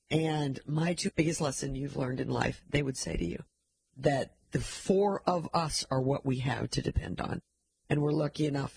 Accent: St. Louis, Missouri, United States; also born or lived in Jefferson City, Missouri; I grew up in St. Louis, but when I was in high school, my dad was transferred to Jefferson City, Missouri, which is right in the middle of the state.

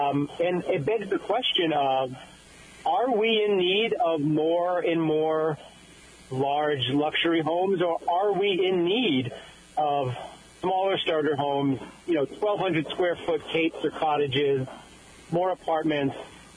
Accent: Fall River, Massachusetts, United States; I grew up in Fall River, so I know Bristol County very well.

